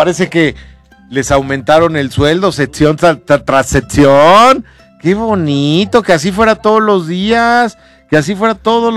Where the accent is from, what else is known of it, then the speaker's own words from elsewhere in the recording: Puebla, Mexico; Ay, es que soy poblano, soy reasustado.